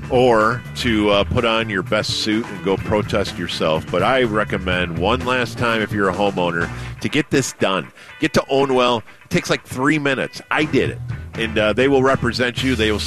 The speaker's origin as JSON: {"language": "English", "country": "United States", "said": "I'm not a foreigner. I'm an American and a proud one."}